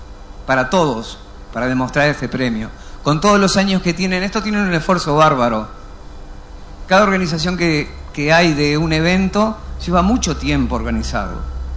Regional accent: Uruguay; Gracias a estas personas que me permiten mostrar el premio Estrella del Sur de mi tierra oriental del Uruguay.

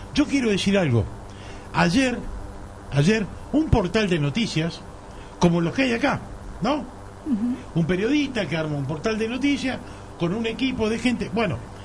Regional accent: Argentina

